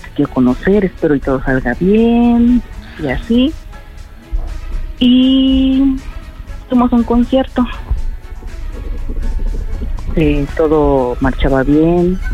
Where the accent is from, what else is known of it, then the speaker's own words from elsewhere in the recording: Mexico City, Mexico; Soy de la Ciudad de México del Sur.